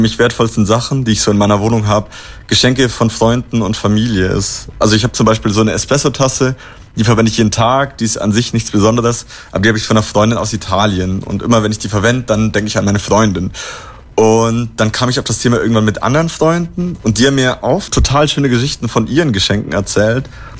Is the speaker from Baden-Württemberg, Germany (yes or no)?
no; Bavaria, Germany; Ich bin selber ursprünglich Allgäuer.